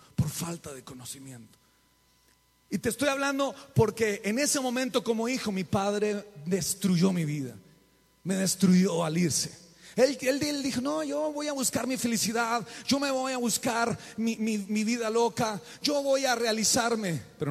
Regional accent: Colombia; moved away; yo vengo de Colombia

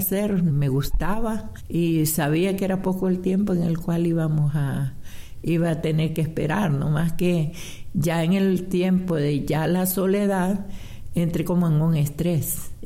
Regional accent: El Progreso, Yoro, Honduras; soy nacida en El Progreso, Yoro, y mis padres de Santa Rosa de Copán y Santa Bárbara, que vinieron a la costa norte a trabajar. Así que allí crecí en la ciudad del Progreso.

